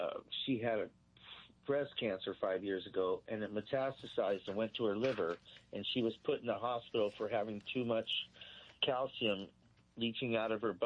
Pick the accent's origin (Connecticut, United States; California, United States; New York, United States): California, United States; Burbank; born there; Yes, he's in St. Joseph, where I was born in Burbank.